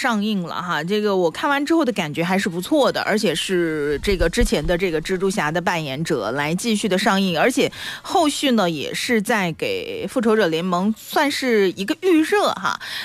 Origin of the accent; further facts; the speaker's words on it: Henan, China; now in Heyuan, China; 我的老家河南